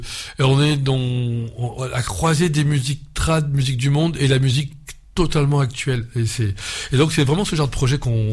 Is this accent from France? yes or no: yes; Auvergne-Rhône-Alpes, France; chez nous, en Ardèche